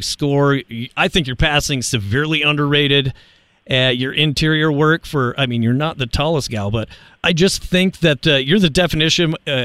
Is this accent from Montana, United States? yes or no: yes; Ekalaka, Montana, United States; I grew up in Eastern Montana, and being from Ekalaka, when you grow up on a ranch